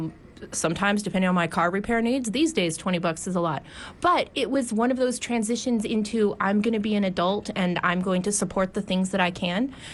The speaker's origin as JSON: {"language": "English", "region": "Alaska", "country": "United States", "tie": "born or raised there", "said": "I grew up in Alaska. I grew up between the interior and the Kenai Peninsula. So I grew up listening to KUAC and KBBI and KMXT and KNBA"}